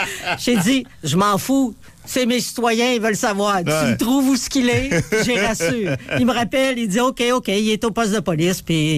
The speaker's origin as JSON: {"language": "French", "region": "Quebec", "country": "Canada", "said": "Nous, on est des Québécois souverainistes."}